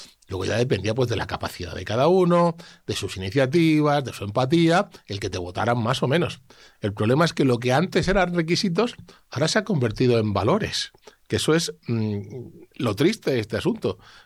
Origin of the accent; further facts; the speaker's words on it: La Unión, Region of Murcia, Spain; yo me he formado en un pueblo en el que la minería todavía existía